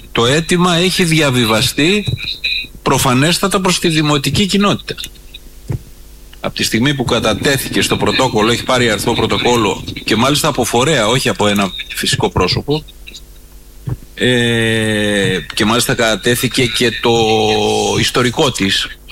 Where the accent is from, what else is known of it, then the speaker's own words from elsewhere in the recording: Lefkada, Ionian Islands, Greece; όσοι είμαστε από τη Λευκάδα